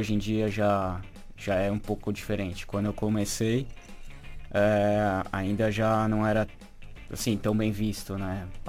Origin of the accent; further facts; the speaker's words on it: São Paulo, Brazil; moved away as an adult; also born or lived in France; now in Portugal; sou natural de São Paulo, né, Brasil. Estou cá em Portugal já faz 4 anos e meio.